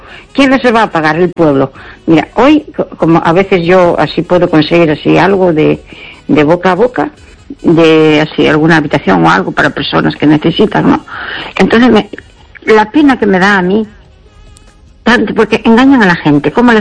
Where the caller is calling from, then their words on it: Pontevedra, Galicia, Spain; de Pontevedra.